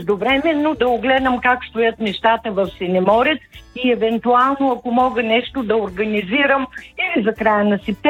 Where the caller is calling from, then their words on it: Asenovgrad, Plovdiv Province, Bulgaria; от Асеновград.